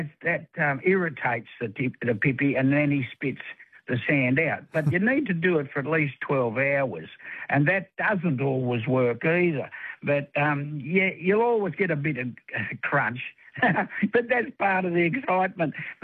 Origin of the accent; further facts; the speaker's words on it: Tweed Heads, New South Wales, Australia; now in Fingal Bay, Australia; I come from Tweed Heads, which is too warm.